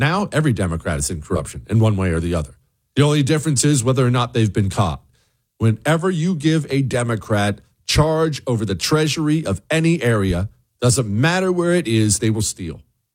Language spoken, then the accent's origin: English; Toronto, Ohio, United States; also born or lived in Steubenville, Ohio; when I was a kid, I was born in Steubenville, Ohio. Town, unless you're from Ohio, you probably haven't heard of it, but Steubenville, Ohio, southeast Ohio. Right? I did not live there. We lived in a teeny tiny town called Toronto, Ohio.